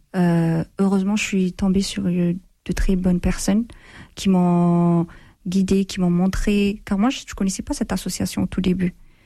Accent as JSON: {"language": "French", "country": "Ethiopia", "tie": "born or raised there", "moved": "yes", "lives_now": "France", "said": "j'ai grandi en Éthiopie"}